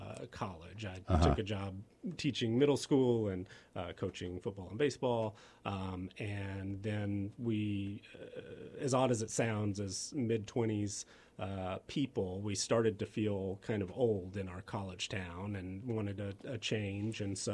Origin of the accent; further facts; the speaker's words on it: Atlanta, Georgia, United States; moved away as an adult; also born or lived in Athens, Georgia; I was born in Atlanta and grew up there and went to the University of Georgia in Athens